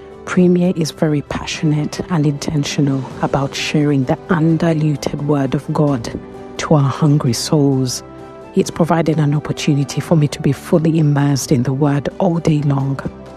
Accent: London, United Kingdom; I am from London.

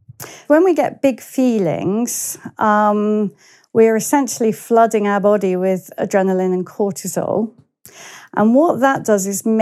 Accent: Worthing, South East England, United Kingdom; Worthing was my hometown.

